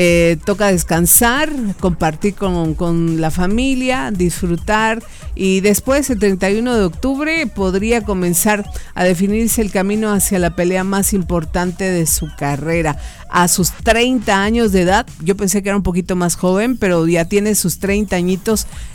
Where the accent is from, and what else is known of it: Guatemala